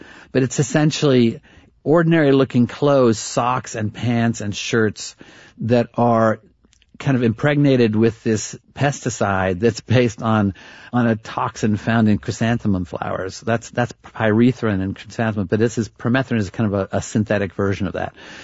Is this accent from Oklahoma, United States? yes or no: yes; Oklahoma, United States; when I was growing up, I grew up in Oklahoma